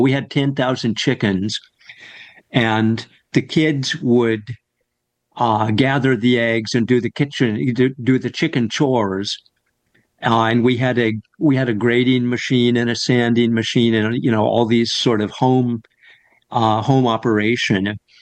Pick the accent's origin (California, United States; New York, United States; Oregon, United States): Oregon, United States; Corvallis; I grew up in Corvallis, Oregon, on a 100-acre farm a couple miles north of town. And we had a whole bunch of animals.